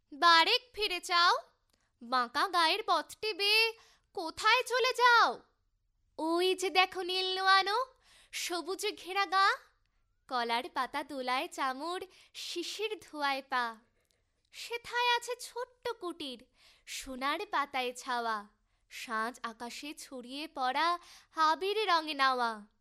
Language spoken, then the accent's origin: Bangla; Gazole, West Bengal, India; আমি মালদা জেলার গাজল থেকে এসেছি।